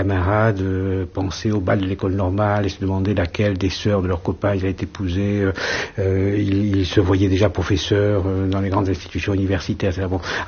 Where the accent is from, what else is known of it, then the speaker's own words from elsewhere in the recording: Nouvelle-Aquitaine, France; Je viens d'un tout petit village du Béarn, du sud-ouest de la France, et d'une famille de tout petits fonctionnaires.